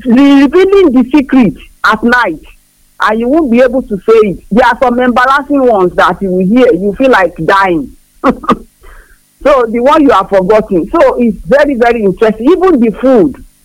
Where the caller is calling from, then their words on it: Abeokuta, Ogun, Nigeria; I am from Abeokuta